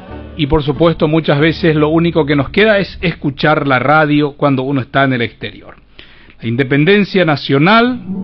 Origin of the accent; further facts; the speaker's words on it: Paraguay; nosotros como paraguayos